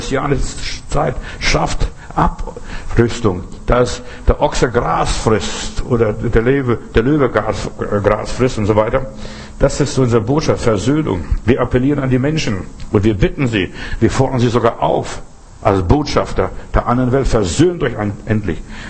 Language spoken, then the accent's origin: German; Germany; ich bin ein Deutscher und lebe hier gerne in Europa, aber das ist nicht meine Heimat.